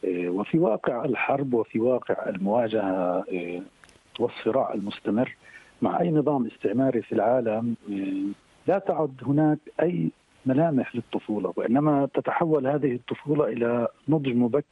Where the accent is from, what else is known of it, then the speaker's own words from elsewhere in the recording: Nablus, West Bank, Palestine; moved away as an adult; now in Cairo, Egypt; أنا نشأت وترعرعت في مدينة نابلس، ومدينة نابلس هي عاصمة جبل النار